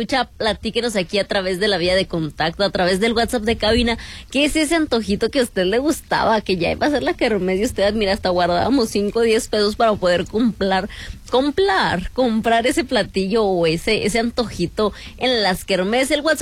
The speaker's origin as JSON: {"language": "Spanish", "country": "Mexico", "said": "Oye, pero sí, también es algo que nos representa como mexicanos, la lotería."}